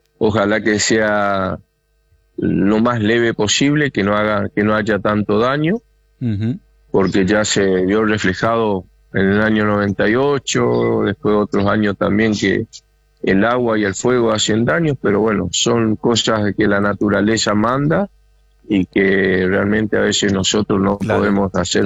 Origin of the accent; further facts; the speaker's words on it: Santa Lucía, Corrientes, Argentina; yo soy de Santa Lucía, o sea, es departamental.